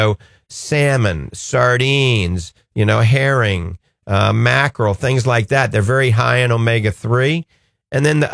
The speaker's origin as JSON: {"language": "English", "town": "New Orleans", "region": "Louisiana", "country": "United States", "said": "And I'm right behind you, and I'm from New Orleans as well."}